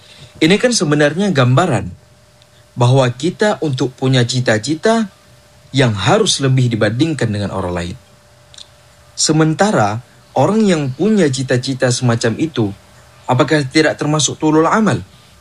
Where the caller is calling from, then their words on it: Banda Aceh, Aceh, Indonesia; Saya berasal dari kota Banda Aceh.